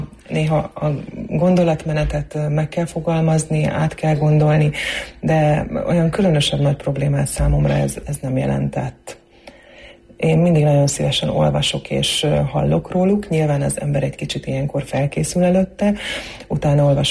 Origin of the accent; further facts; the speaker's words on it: Vas, Hungary; first language Croatian; Hungarian is a second language; Horvát felmenőkkel rendelkezem. Én egy Gradisztyei horvát falunak a lakója vagyok, az én szüleim horvátok, horvát nemzetiségűek. Ez azt jelenti, hogy mi a családban igazából gyerekkoromtól fogva horvátul beszéltünk, igen, anyai, apai ágon is a felmenőim horvátok